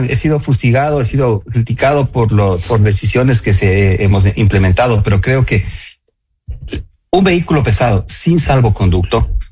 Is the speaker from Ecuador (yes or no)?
yes; Quito, Pichincha, Ecuador